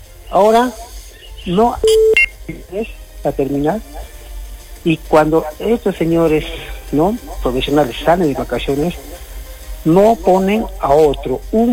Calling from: Socabaya, Arequipa, Peru; Soy un ciudadano de Socabaya y que vive acá en la posta, cerca de la posta de Cerro Salavers.

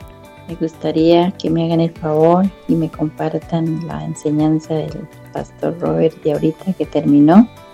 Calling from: Cajibío, Cauca, Colombia; Estoy llamando desde Cajibío, Cauca.

